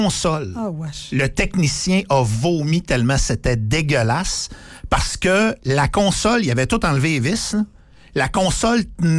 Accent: Saguenay, Quebec, Canada; accent: Saguenay; J'ai repris mon accent du Saguenay.

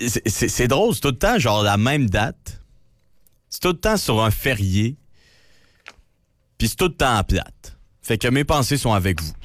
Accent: Quebec, Canada; Moi, à Saint-Jean, je suis content. Je suis Québécois.

